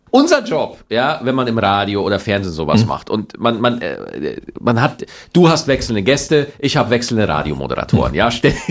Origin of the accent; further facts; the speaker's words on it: Bavaria, Germany; aber je näher ich tatsächlich an meine Heimat Niederbayer komme, umso schneller hört man dann raus